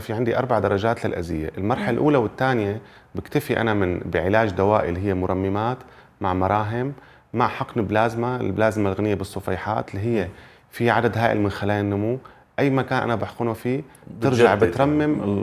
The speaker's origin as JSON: {"language": "Arabic", "country": "Syria", "said": "عندنا بسوريا"}